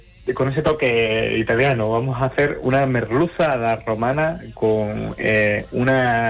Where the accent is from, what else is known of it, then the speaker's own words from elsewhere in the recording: Valverde del Camino, Andalusia, Spain; now in Aracena, Spain; soy onubense, soy de Valverde, vivo en Aracena y no soy italiano